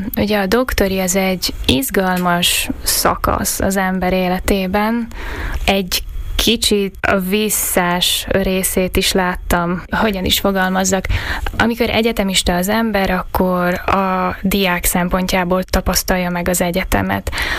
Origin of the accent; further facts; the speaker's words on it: Slovakia; also born or lived in Brno / Berlin / Bratislava; a szlovák közegben egy kicsit magyarnak érezzük magunkat, ha meg elmegyünk Magyarországra, egy kicsit szlováknak látnak.